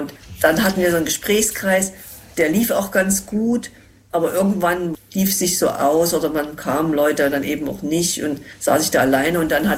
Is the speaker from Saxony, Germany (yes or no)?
yes; Leipzig, Saxony, Germany; moved away as an adult; now in Berlin, Germany; als ich nach Berlin gekommen bin aus Leipzig durchs Studium und auch durch familiäre Zusammenhänge und Probleme, war ich sehr viel sozusagen die einzige Ostdeutsche in so Gruppen.